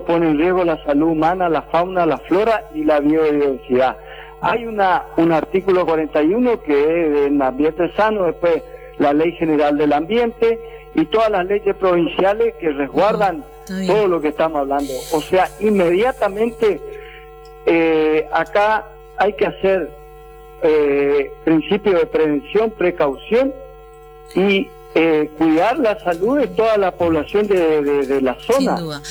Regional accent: Bella Vista, Corrientes, Argentina; no soy de esa localidad, o sea, eso es jurisdicción La Valle, Goya, yo soy de Bellavista, otra jurisdicción policial y, como es, jurídica, judicial, sí. Y yo estoy en Bellavista

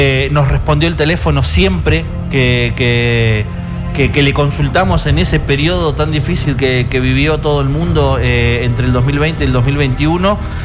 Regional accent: Argentina; cabuleros que somos los argentinos.

